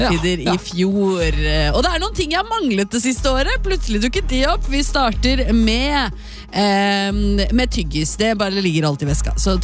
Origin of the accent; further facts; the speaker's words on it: Copenhagen, Capital Region of Denmark, Denmark; now in Norway; I år har jeg til og med vært i København, fordi jeg er fra København